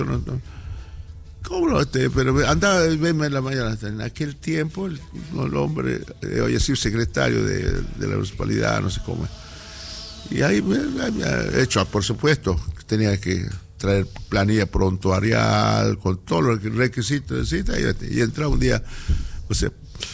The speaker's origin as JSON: {"language": "Spanish", "area": "Chalala", "region": "Jujuy", "country": "Argentina", "tie": "born there", "also_born_or_lived": "Lipán / Patacal / Quisquiri", "said": "en Chalala, ajá, ahí donde yo nací, ya en 1948."}